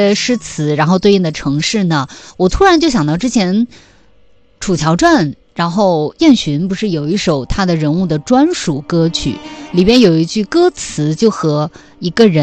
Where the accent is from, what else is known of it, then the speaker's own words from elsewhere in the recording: Hainan, China; 咱们海南是吧，现在也是反正生活挺舒服的一个地方，节奏也没有特别的快